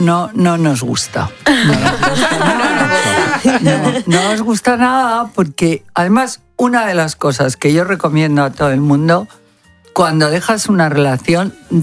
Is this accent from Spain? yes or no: yes; Spain; cómo no lo voy a ver si soy española a muerte